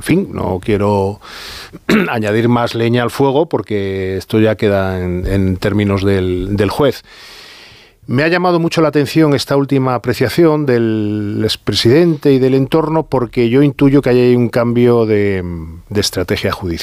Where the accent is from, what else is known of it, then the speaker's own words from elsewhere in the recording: Spain; igual que Carmen y muchos de los que estamos aquí, como español